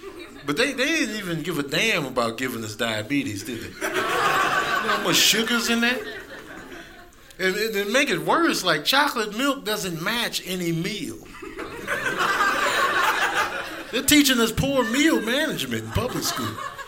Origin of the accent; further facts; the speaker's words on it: Chicago, Illinois, United States; now in California, United States; I'm from Chicago originally. I live in Cali now, though. Grew up in the Chicago public school system, you know.